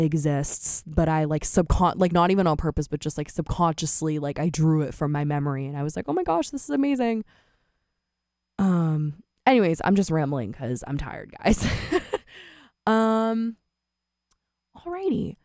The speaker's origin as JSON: {"language": "English", "area": "Silicon Valley", "region": "California", "country": "United States", "said": "even though I am from Silicon Valley."}